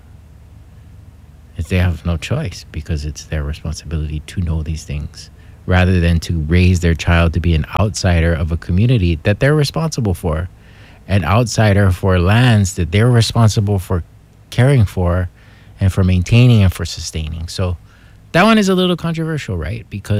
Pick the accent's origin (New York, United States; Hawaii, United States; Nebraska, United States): Hawaii, United States; my responsibility as a Hawaiian